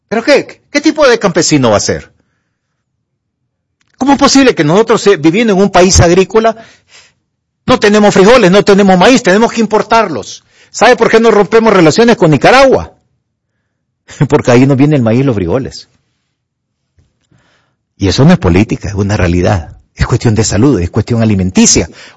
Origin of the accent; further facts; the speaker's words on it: La Trinidad, Comayagua, Honduras; moved away; allá de mi pueblo, la Trinidad, Comayagua.